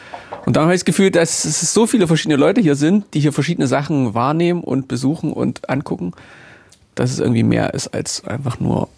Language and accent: German; Jena, Thuringia, Germany; now in Erfurt, Germany; seitdem fühle ich mich wirklich als Erfurter. So schwer mir das als Jenenser fällt, das sagen zu müssen oder zu wollen, aber es ist genau so, es ist mein Zuhause, ich wohne ja jetzt auch hier